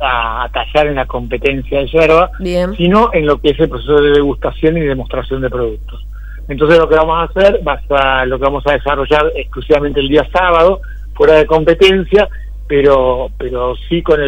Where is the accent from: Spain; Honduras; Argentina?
Argentina; Buenos Aires; accent: porteño; por más que mi tonada sea porteña